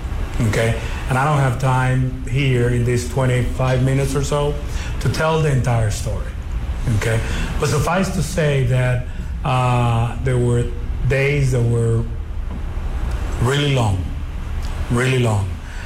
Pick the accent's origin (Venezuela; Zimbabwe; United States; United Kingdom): Venezuela; moved away; One is the part of growing up in Venezuela, okay? And the second part is when we moved here and we saw Venezuela collapsing.